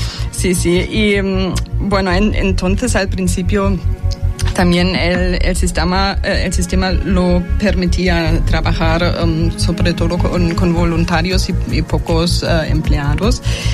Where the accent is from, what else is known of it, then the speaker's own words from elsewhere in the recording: Germany; Spanish is a second language; moved away as an adult; now in Catalonia, Spain; soy alemana, pero vivo en España, en Cataluña, desde 2013. Y con mi marido, que es español, por eso estoy aquí.